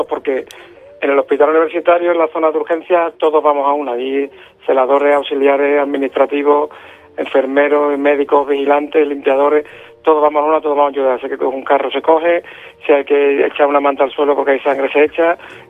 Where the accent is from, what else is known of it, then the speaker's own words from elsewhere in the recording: Almendralejo, Extremadura, Spain; born there; also born or lived in Badalona, Catalonia; now in Ceuta, Spain; yo soy extremeño. Yo realmente nací en Cataluña hace 53 años, pero a los 9 puse el huevo, como dicen, en Extremadura, y yo soy de Almendralejo. Yo de Cataluña lo que tengo es el DNI, nada más, que pone que nací en Badalona. Pero yo soy de Almendralejo de toda la vida